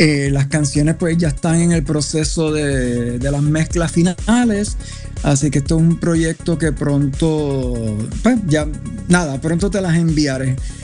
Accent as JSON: {"language": "Spanish", "country": "Puerto Rico", "tie": "born or raised there", "lives_now": "New York, United States", "said": "yo soy un actor, cantautor oriundo de Puerto Rico. Actualmente estoy viviendo en Nueva York."}